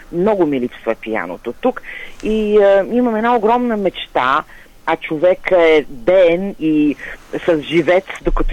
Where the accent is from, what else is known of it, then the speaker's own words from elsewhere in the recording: Sofia, Sofia City, Bulgaria; moved away as an adult; now in Ezerovo, Bulgaria; Тоест родена в центъра на София и израснала цял живот в столицата.